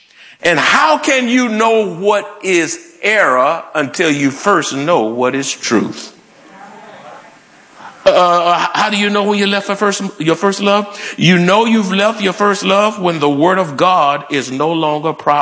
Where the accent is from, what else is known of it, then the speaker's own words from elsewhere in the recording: Houston, Texas, United States; And then I started asking. I said, "Well, I'm from Houston originally."